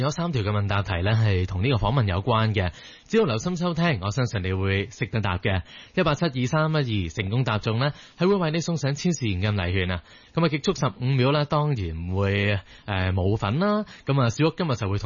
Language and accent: Cantonese; Hong Kong; 我们香港人